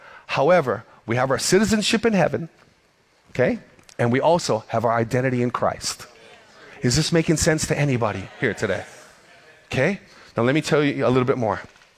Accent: United States; now in Hawaii, United States; I'm an American.

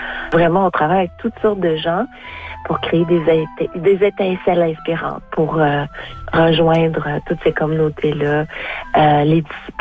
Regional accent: Sept-Îles, Quebec, Canada; now in Vancouver, Canada; Je suis née à Sept-Îles.

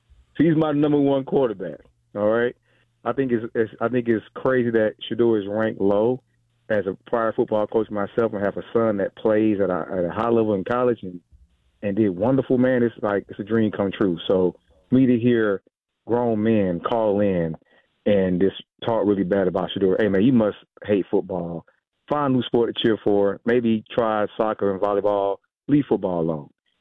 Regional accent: Georgia, United States; You know what? I'm from Georgia

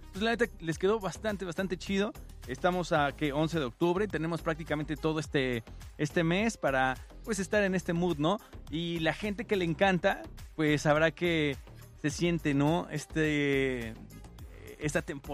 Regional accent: Mexico; nosotros como mexicanos

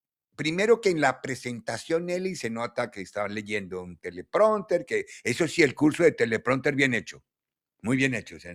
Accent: Colombia; moved away

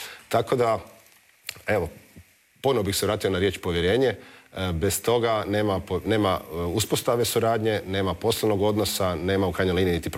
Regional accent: Zagreb, City of Zagreb, Croatia; ja sam rođen u Zagrebu

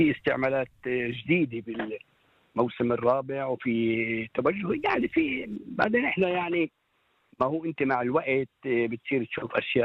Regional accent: Palestine; جذوري وانتمائي الفلسطيني. فهذا مهم جدا. المطبخ الفلسطيني جزء من بلاد الشام الحبيبة، فأنا أفتخر بإني أنا جزء من بلاد الشام

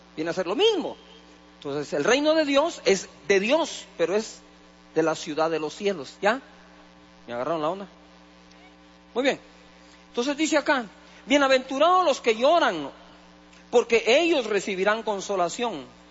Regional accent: Guatemala

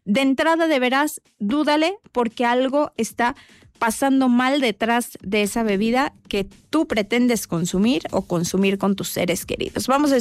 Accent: Mexico; ya somos mexicanos

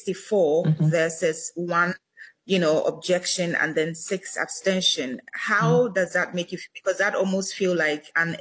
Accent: Ghana; And I grew up in Ghana

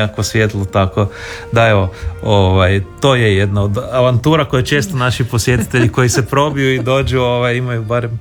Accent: Zagreb, City of Zagreb, Croatia; U Zagrebu, da, djetinjstvo sam u Trnju na Savici

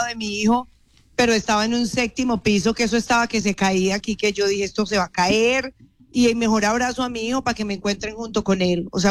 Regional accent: Guacarí, Valle del Cauca, Colombia; moved away; íbamos a estar en Guacarí, en mi pueblo

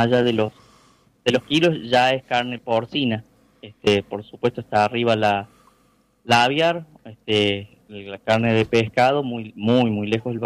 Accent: Argentina

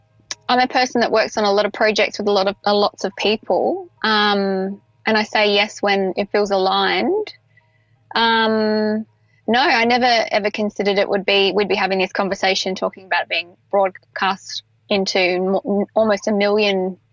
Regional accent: Perth, Western Australia, Australia; I'm from Perth originally, so it was really important for me to bring that story home

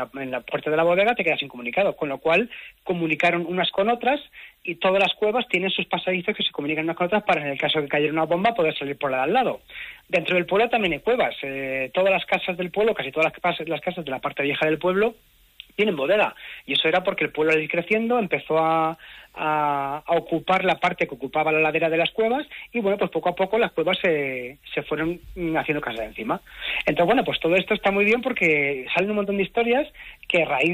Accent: Gárgoles, Castilla-La Mancha, Spain; born or raised there

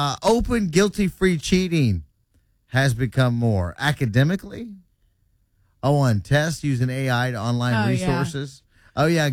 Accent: Panama City, Florida, United States; my hometown representing stupid news today, Panama City.

